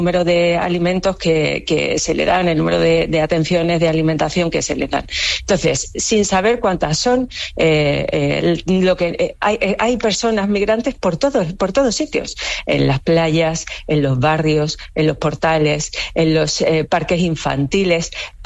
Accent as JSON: {"language": "Spanish", "region": "Ceuta", "country": "Spain", "said": "yo como española, como ceutí, como europea"}